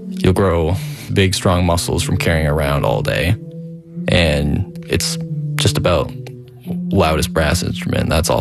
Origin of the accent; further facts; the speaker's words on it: Trenton, Maine, United States; I'm 17 years old, and I play the tuba. Growing up in Maine, it's incredible. It's gorgeous there.